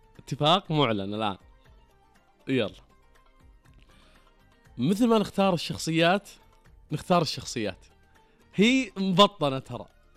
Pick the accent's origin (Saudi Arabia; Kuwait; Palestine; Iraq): Saudi Arabia; كلنا كسعوديين